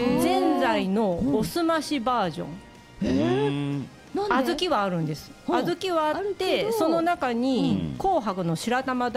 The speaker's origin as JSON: {"language": "Japanese", "town": "Hagi", "region": "Yamaguchi", "country": "Japan", "tie": "born or raised there", "said": "私ね、山口県の萩市出身なんですけど。"}